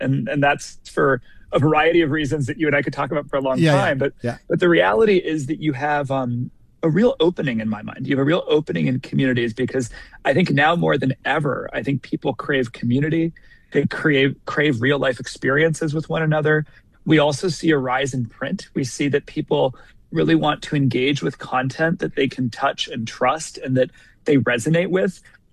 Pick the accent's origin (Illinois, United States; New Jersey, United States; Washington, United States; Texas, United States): Washington, United States; So I'm from Washington State originally. I grew up in a small farm town in Washington State